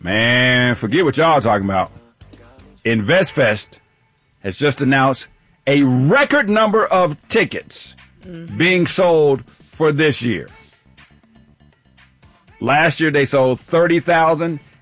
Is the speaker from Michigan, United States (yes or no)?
no; Tampa, Florida, United States; I'm from Tampa.